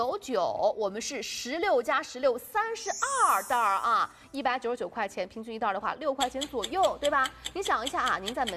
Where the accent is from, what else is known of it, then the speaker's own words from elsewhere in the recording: Shanxi, China; 因为我是山西人